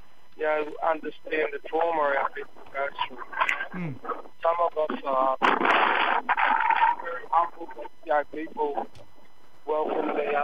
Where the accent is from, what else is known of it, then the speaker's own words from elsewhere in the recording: Cunnamulla, Queensland, Australia; moved away; also born or lived in Brisbane; I'm from Tullamulla, southwest Queensland, but I've operated out of Brisbane and north Queensland and nationally in our resistance for the last 40 years, 50 years.